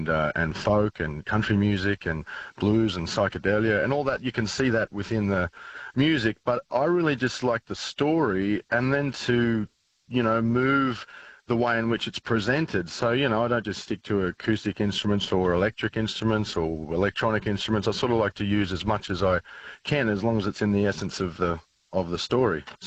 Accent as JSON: {"language": "English", "region": "New South Wales", "country": "Australia", "tie": "born or raised there", "also_born_or_lived": "Dubbo", "said": "I grew up out in the Riverina. I was born in Dubbo, then I moved west, south, kind of southwest of the Riverina. And I spent most of my, you know, early years and childhood growing up there, you know, amongst different small little towns and whatnot."}